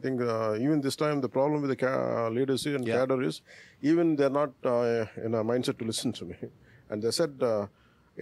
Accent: Telangana, India; English is a second language; also born or lived in Chennai; It is in Telangana, and I'm an Indian citizen. I'm a part of Telangana.

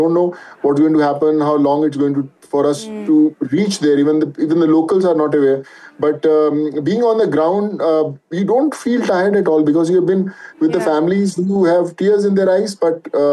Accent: India; So I think as an individual, as an Indian, it's my responsibility to be with them and do my best.

